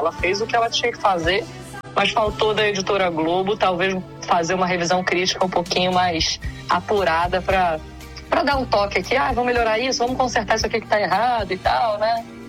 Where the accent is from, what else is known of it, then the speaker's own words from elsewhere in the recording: Niterói, Rio de Janeiro, Brazil; Então eu sou fluminense do estado do Rio e niteroense, da cidade de Niterói.